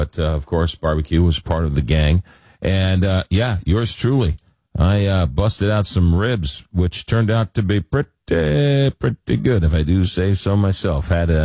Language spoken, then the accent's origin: English; East Coast, United States; born or raised there; now in St. Louis, United States